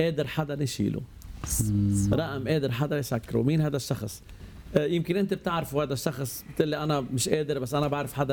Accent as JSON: {"language": "Arabic", "country": "Lebanon", "said": "نحن لاول مره كلبنانيين عايشين 80% بالفقر والضيقة والمشاكل العسكرية والى اخره"}